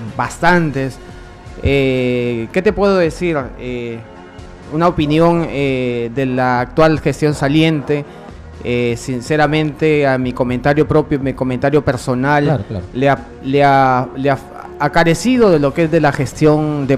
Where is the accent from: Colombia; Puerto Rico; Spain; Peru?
Peru; born there; yo soy nacido en el Centro Poblado Manuel Suán, el Papayo